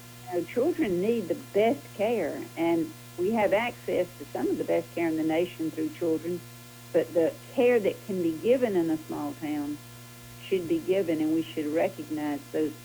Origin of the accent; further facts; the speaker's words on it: Sandersville, Georgia, United States; I'm from Sandersville, Washington County